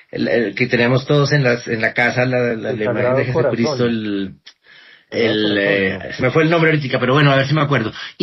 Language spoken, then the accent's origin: Spanish; Colombia; todos somos colombianos